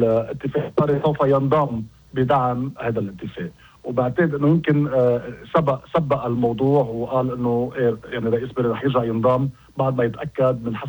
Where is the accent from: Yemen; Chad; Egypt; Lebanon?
Lebanon; نحن بنعرفها كلبنانيين